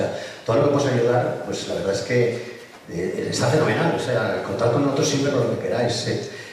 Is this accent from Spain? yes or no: yes; Valencian Community, Spain; yo soy de Vinatuse, soy un pueblo de al lado de Valencia